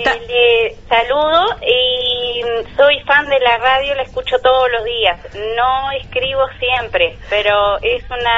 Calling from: Cerro Colorado, Florida, Uruguay; de una zona de Florida en realidad, no soy mismo de la ciudad, de la zona.

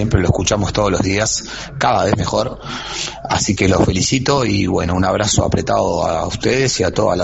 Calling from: Pinamar, Canelones, Uruguay; de Pinamar, el peluquero.

